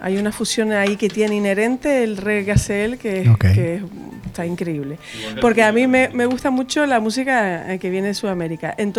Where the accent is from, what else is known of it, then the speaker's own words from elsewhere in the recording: Canary Islands, Spain; se nota mucho que somos canarios y que soy canaria y que soy atlántica.